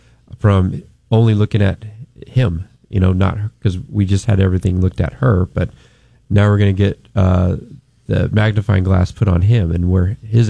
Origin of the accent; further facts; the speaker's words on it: California, United States; I was born and raised here in the Central Valley. So yeah, I've got strong roots here